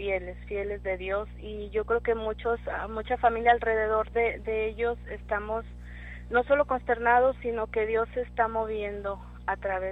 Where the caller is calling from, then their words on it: Progreso, Texas, United States; De Progreso, aquí en Texas.